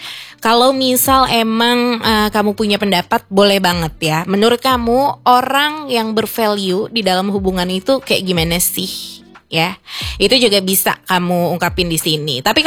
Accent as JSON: {"language": "Indonesian", "region": "Jakarta", "country": "Indonesia", "tie": "born or raised there", "accent": "Betawi", "moved": "as an adult", "lives_now": "Manado, Indonesia", "said": "aku kan asli Jakarta gitu. Kalau ngomong mungkin ada yang notice ya, aku ngomongnya ada logat-logat Betawinya juga gitu kan."}